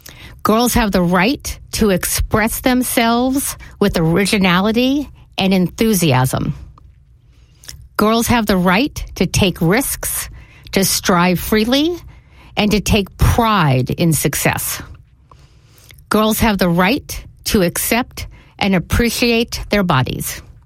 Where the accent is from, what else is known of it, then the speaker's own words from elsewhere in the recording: Tulsa, Oklahoma, United States; I still have both my parents in my life. I grew up in Tulsa, Oklahoma, and my father said I could do whatever I wanted to do.